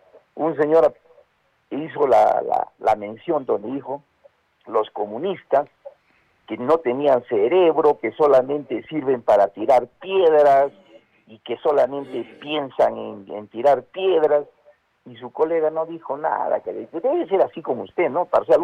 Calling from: Peru; Somos peruanos y tenemos el derecho de elegir.

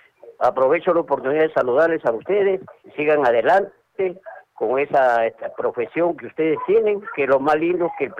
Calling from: Peru; acá en nuestro querido Perú

